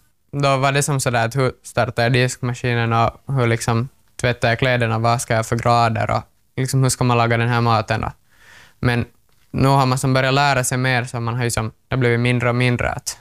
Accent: Åland, Finland; och jag kommer från Åland.

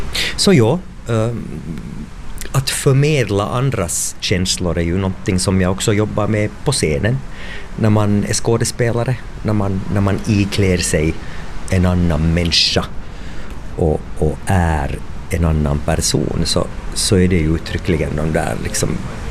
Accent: Hanko, Uusimaa, Finland; jag är från Hange, en blåsig udde 40 kilometer ut i Östersjön. I Hange blåser det alltid också om det inte blåser.

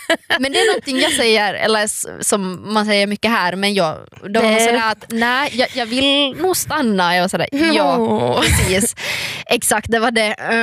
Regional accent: Finland; moved away as an adult; now in Sweden; som finlandssvensk i Sverige så får man ju nog dras med en del så här förstås, oj vad du pratar bra svenska. Och för att, och att, oj nej men du pratar på svenska, men jag hör ju nog att du bryter på finska.

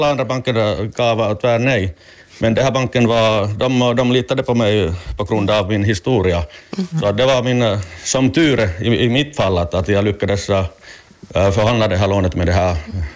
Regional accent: Finland; born there; moved away; also born or lived in Sweden / Norway; när jag flyttade min adress till min infödelseland.

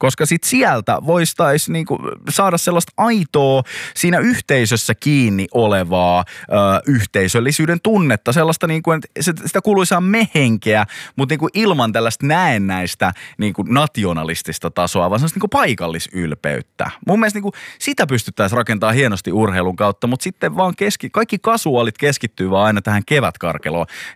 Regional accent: Helsinki, Uusimaa, Finland; mä oon itse Pohjois-Helsingistä

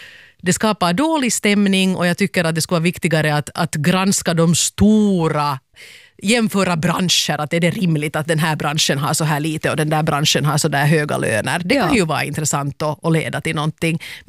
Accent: Finland; Nej, man blir tyvärr inte jätterik som finlandssvensk författare.

